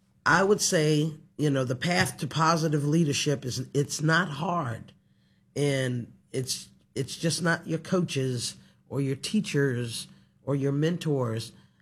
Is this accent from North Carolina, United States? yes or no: yes; North Carolina, United States; now in Rhode Island, United States; I'm from North Carolina.